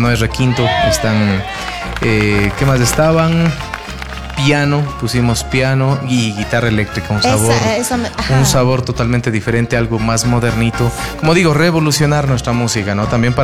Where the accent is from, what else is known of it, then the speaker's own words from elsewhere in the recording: Ecuador; como buen ecuatoriano somos raros